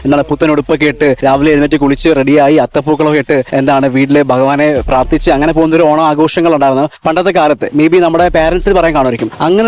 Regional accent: Karunagappally, Kerala, India; കരുനാപ്പള്ളി എന്റെ നാട്ടില്.

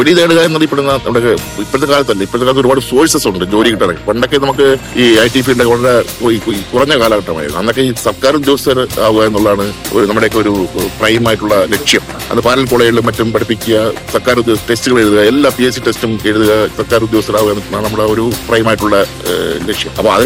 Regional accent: Kerala, India; കൊല്ലം എന്റെ വീട് ജില്ല ഇതല്ലെങ്കിൽ പോലും വളരെ അടുത്താണ്.

